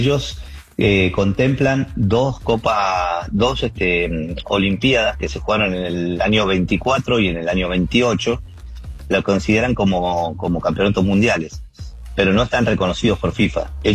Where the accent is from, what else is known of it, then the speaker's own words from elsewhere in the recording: Argentina; born there; Yo comienzo a los 5 años a jugar en Argentina.